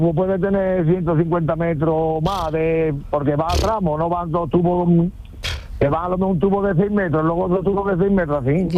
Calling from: Villamanrique de la Condesa, Andalusia, Spain; En Villamanrique.

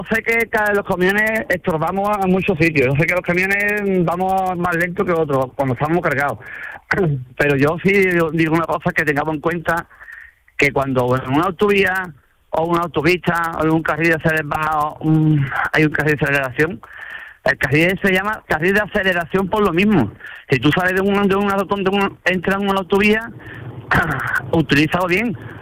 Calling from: Jerez de la Frontera, Andalusia, Spain; Yo soy de Jerez, claro.

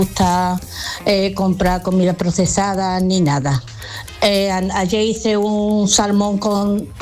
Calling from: Jerez de la Frontera, Andalusia, Spain; de Jerez.

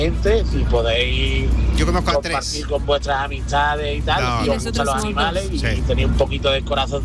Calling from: Alhaurín el Grande, Andalusia, Spain; soy de Laurín, el grande.

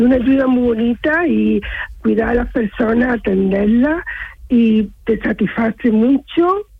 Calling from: Córdoba, Andalusia, Spain; yo soy de Córdoba capital.

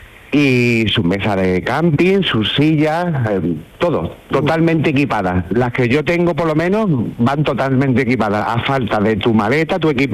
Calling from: Puente Genil, Andalusia, Spain; Pues estamos en Puente Genil, en Córdoba.

